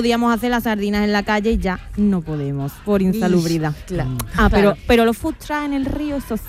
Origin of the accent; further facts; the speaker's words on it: Seville, Andalusia, Spain; Esta es mi romería, porque yo soy de Bellavista.